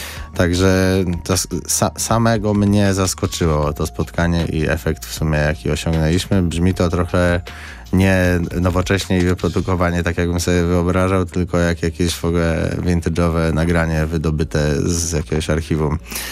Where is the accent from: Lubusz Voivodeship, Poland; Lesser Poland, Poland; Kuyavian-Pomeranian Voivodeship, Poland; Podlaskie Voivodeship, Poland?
Kuyavian-Pomeranian Voivodeship, Poland; Bydgoszcz; born there; w klubie, w którym się wychowywałem, czyli w Mózgu. Bydgoszcz